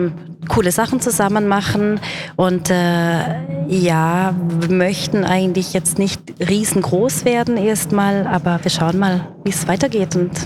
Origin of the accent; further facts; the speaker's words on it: Germany; now in Switzerland; Ich komme aus Deutschland, bin seit 15 Jahren hier, und ich bin am Anfang bin ich hier mal rumgefahren